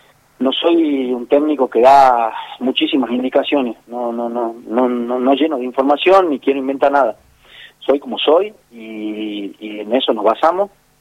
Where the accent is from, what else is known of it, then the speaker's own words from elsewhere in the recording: Salta, Argentina; soy de Salta